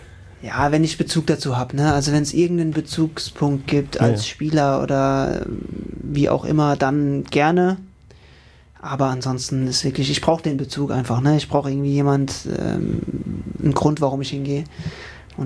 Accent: Rhineland-Palatinate, Germany; Also wir sind ja aus der Umgebung, von daher ist es für uns ja theoretisch Heimat, auch wenn wir Pfälzer sind, aber klar, nicht weit weg. Ich bin auch stolzer Pfälzer.

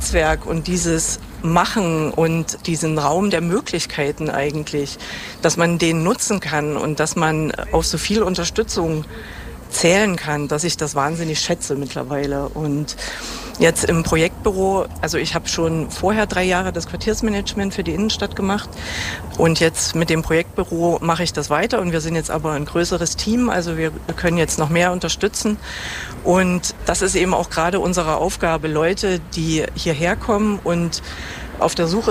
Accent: Zeitz, Saxony-Anhalt, Germany; Ich bin in Zeitz aufgewachsen, also ich habe auch die Erinnerung noch an das alte Zeitz, sage ich jetzt mal.

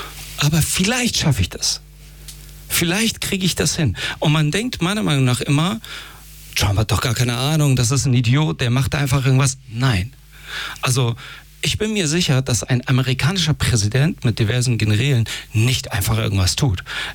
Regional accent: Iran; moved away; man hat wirklich auch als Iraner direkten Kontakt und erlebt das auch.

